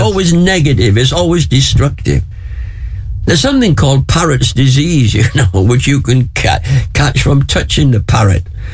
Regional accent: Wales, United Kingdom; When I was growing up in Wales

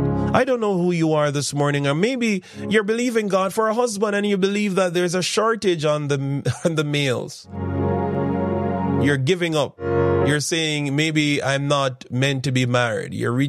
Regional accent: Jamaica; moved away; I grew up on St. John's Road

